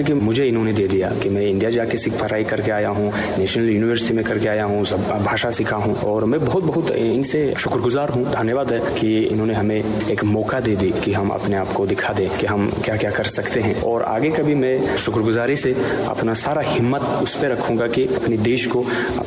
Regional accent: Tajikistan; Hindi is a second language; जैसे कि आप देख रहे हैं कि मैं जब वहाँ गया था तो लोग मुझे नहीं समझे कि मैं ताजिकिस्तान से हूँ, वो बोले थे कि हाँ मैं एक भारतीय हूँ, एक उनके भाई हूँ।

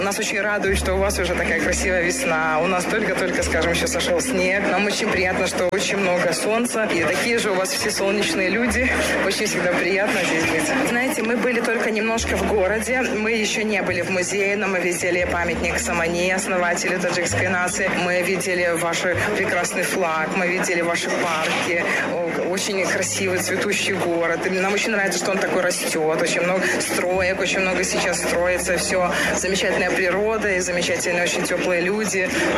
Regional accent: Belarus; я из Белоруссии.

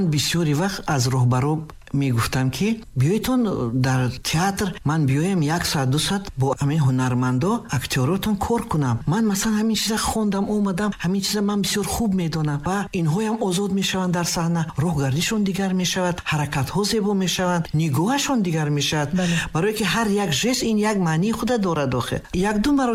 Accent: Kuhistan, Tajikistan; ман кӯҳистон аст забоншам медонам охир ман мардуми кӯҳистонам

